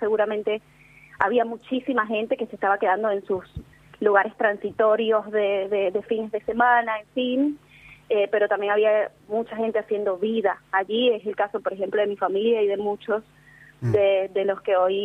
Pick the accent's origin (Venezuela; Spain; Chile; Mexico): Venezuela; now in Argentina; si bien somos muchos los venezolanos en Argentina